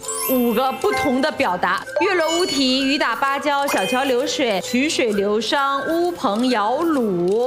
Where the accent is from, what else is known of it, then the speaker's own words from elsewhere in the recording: Suzhou, Jiangsu, China; 我就是苏州人，老家。所以他说话我是听得懂的